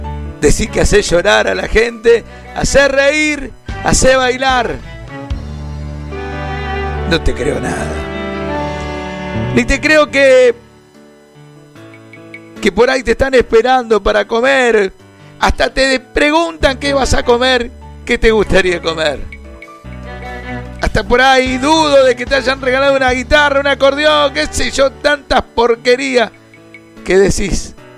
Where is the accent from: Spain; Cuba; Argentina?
Argentina; Carcarañá, Santa Fe; De mi barrio, de donde vengo, de mi pueblo, que es Carcarañá.